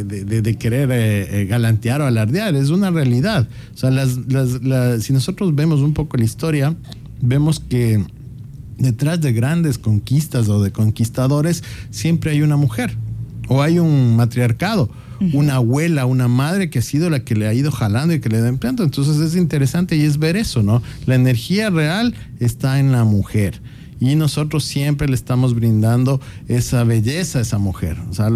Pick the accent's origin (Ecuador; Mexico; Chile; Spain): Ecuador; somos ecuatorianos, que sí podemos. Y somos ecuatorianos, sí señor.